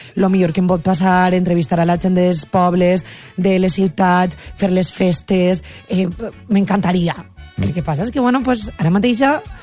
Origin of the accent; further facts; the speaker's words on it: Valencian Community, Spain; now in Catalonia, Spain; Pense que un català o una catalana treballant al País Valencià tindria més crítiques encara que jo que sóc valenciana parlant en valencià a Catalunya.